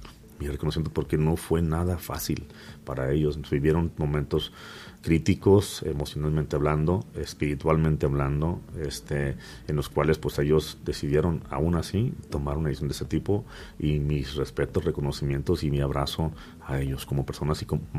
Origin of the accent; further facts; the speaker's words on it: Mexicali, Baja California, Mexico; Yo vengo de Baja California, allá estaba, ¿no? En Baja California.